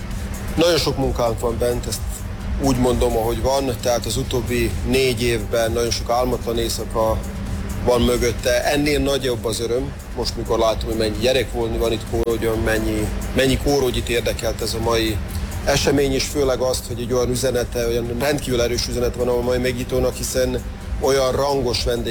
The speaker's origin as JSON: {"language": "Hungarian", "region": "Slavonia", "country": "Croatia", "said": "hogy igenis értelme van megmaradni itt Szlavóniában, a Drávaszekben magyarként, elég megmaradni úgy, hogy itt a gyermekeinkkel továbbra is magyarul beszélünk, magyarul gondolkodunk"}